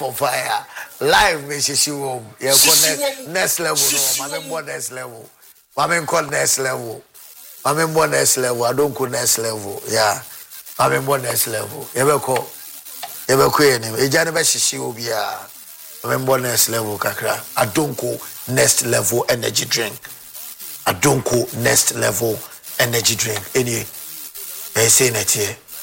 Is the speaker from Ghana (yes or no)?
yes; Ghana; u think, say, as a Ghanaian, I will follow the blasters of Ghana?